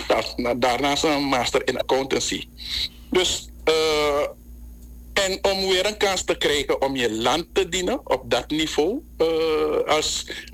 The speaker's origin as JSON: {"language": "Dutch", "country": "Suriname"}